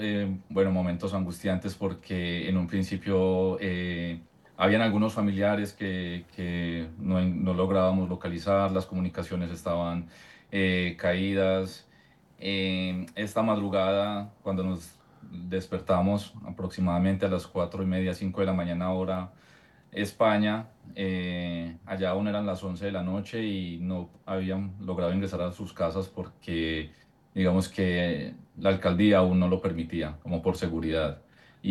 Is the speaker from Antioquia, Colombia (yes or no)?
yes; Medellín, Antioquia, Colombia; now in Barcelona, Spain; Así es, soy de Medellín, pero tengo familia en Pereira.